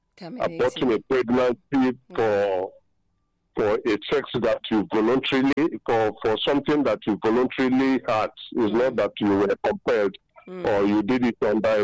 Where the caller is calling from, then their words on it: Enugu, Enugu State, Nigeria; I'm calling from MNA in Enugu.